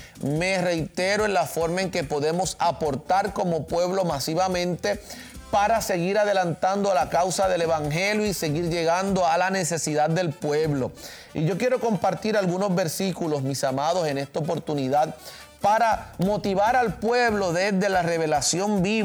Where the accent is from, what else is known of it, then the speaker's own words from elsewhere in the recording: Fajardo, Puerto Rico; yo vengo de Fajardo, Puerto Rico, no conozco todos los pueblos